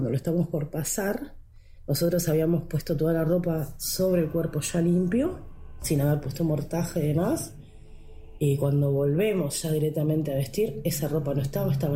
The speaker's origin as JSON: {"language": "Spanish", "town": "Avellaneda", "region": "Buenos Aires Province", "country": "Argentina", "said": "Avellaneda."}